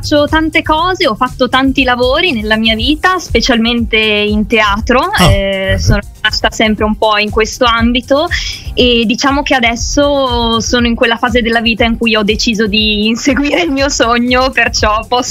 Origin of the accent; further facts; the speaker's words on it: Verona, Veneto, Italy; io sono originaria di Verona, quindi Veneto.